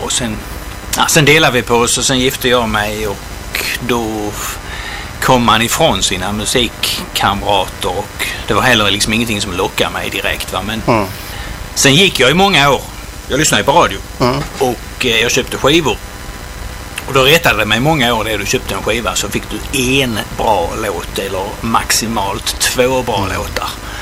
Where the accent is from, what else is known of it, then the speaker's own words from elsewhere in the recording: Tyringe, Skåne, Sweden; accent: Skåne dialect; moved away as an adult; also born or lived in Särö, Kungsbacka; som du hör på min dialekt så kommer jag ifrån den bergiga, höglänta delen av Skåne. Jag är från Tyringen nere i Skåne. Men jag har bott ett antal år i Särö utanför Kungsbacka.